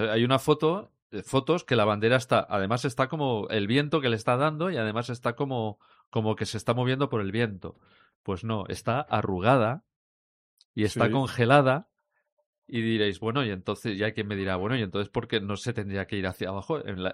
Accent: Catalonia, Spain; Soy catalán y si es gratis, más por buenos eso, todavía.

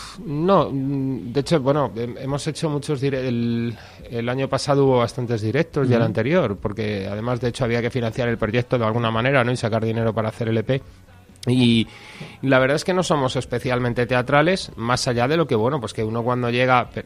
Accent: Madrid, Community of Madrid, Spain

